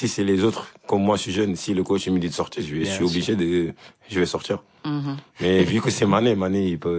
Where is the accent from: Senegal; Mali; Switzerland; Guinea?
Senegal; now in France; si on est Sénégalais, c'est normal.